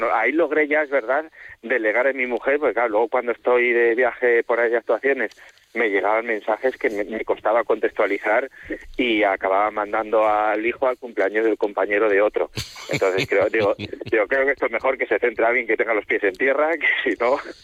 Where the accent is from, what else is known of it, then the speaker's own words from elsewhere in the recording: Valladolid, Castile and León, Spain; Al final somos de Valladolid